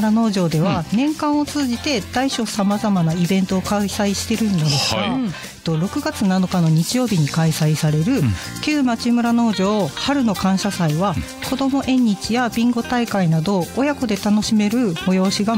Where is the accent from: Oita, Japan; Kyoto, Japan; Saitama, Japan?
Kyoto, Japan; accent: Kansai intonation; moved away as an adult; now in Ebetsu, Japan; 京都出身。